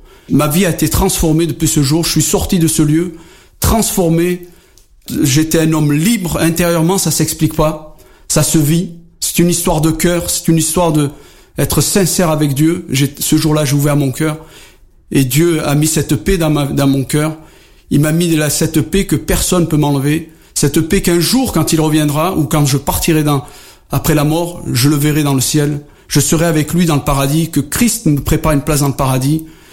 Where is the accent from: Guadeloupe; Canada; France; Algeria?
Algeria; je suis toujours un arabe, j'aime toujours mes compatriotes et que je suis algérien et que je le resterai jusqu'à la fin de mes jours et j'en suis fier.